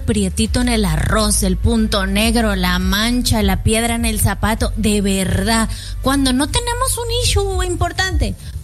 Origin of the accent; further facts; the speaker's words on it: Mexico; yo soy esposa de Joelo, tengo 2 hijos, soy mexicana